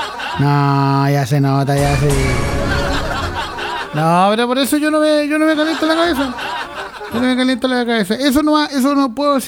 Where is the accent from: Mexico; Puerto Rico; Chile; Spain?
Chile; yo era autocrítico como chileno